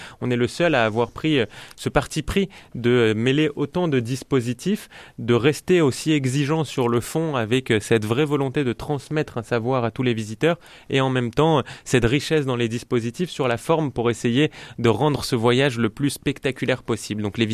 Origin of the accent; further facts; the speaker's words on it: Paris, Île-de-France, France; moi je suis parisien, personne n'est parfait